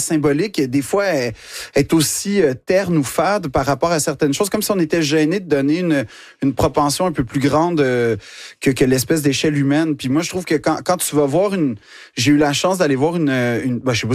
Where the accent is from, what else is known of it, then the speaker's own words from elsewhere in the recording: Quebec, Canada; now in France; je suis Québécois. Donc, en fait, je ne suis pas un Français. Je suis un Québécois qui est en France.